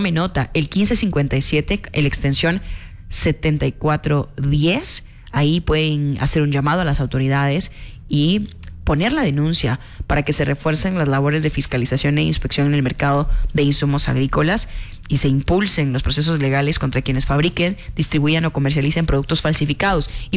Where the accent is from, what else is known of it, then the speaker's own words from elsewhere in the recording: Guatemala; de los consumidores, que somos los guatemaltecos.